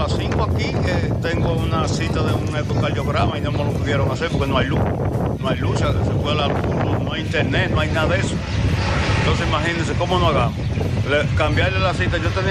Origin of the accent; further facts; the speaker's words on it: Cutupú, La Vega, Dominican Republic; De Cutupú, La Vega.